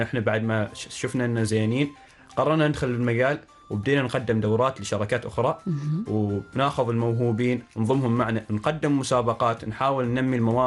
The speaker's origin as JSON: {"language": "Arabic", "country": "Oman", "said": "حتى بعد ما عرفوا أن نحن عمانيين استقبلونا بشكل جدا جميل"}